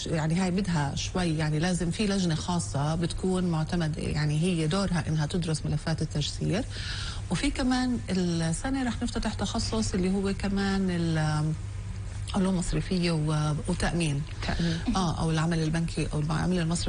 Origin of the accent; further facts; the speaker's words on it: Palestine; بالسياق الفلسطيني وبالتحديات اللي بنعيشها هون بالبلد